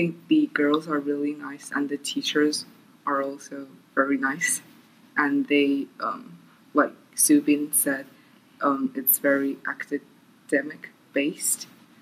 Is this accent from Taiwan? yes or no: yes; Taiwan; I'm a junior right now, and I'm from Taiwan.